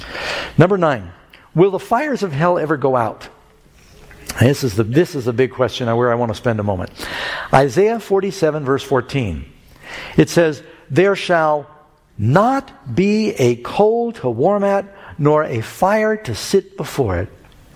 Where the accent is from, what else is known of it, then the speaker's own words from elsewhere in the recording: New York City, New York, United States; When I grew up in New York City, we'd walk out of our apartment.